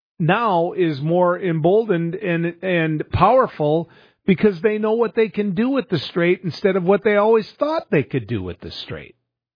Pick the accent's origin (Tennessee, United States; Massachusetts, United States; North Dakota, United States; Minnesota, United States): North Dakota, United States; born there; Kelly Armstrong's a good governor in my home state